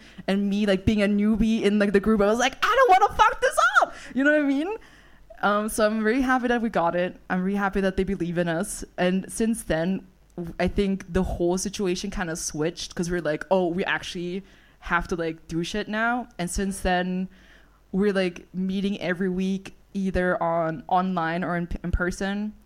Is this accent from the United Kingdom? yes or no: no; Vienna, Austria; I'm from Vienna.